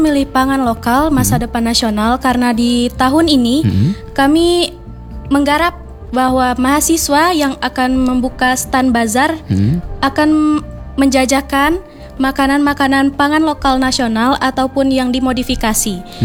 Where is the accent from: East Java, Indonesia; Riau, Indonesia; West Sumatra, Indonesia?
West Sumatra, Indonesia; Padang; saya kan orang Padang